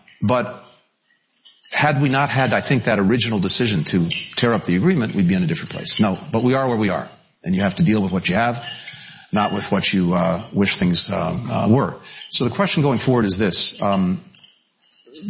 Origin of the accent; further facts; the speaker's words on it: New York City, New York, United States; Always wonderful to be back to my hometown, New York City.